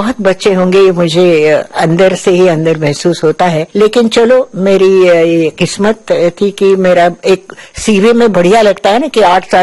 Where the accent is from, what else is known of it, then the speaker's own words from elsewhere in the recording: Pune, Maharashtra, India; पुणे आ गई, और नाना के पास, मतलब अपने पिता के पास, मेरे नाना अप्पा नाम कहते थे, और तब से मैं उनकी छत्र छाया में पली बड़ी।